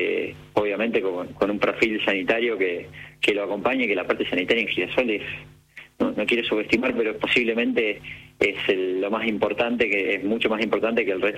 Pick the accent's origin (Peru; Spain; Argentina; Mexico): Argentina